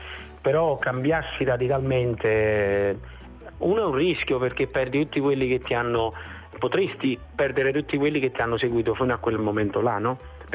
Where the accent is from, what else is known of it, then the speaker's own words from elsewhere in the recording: Campania, Italy; born there; No, il rapporto con la mia terra è molto insomma ben definito, è chiaro a tutti, insomma io sicuramente sono nato in un posto meraviglioso che è, insomma è la Campania, no?